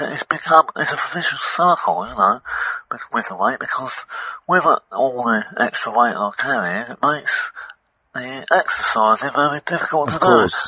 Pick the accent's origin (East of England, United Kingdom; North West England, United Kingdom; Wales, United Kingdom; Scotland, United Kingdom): East of England, United Kingdom; Harlow; Oh, hi, Graham. I'm actually from Harlow.